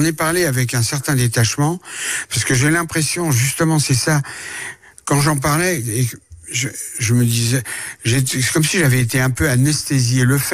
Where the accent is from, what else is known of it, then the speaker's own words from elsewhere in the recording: France; born there; elle a traversé l'Atlantique, et je suis né en France avec elle.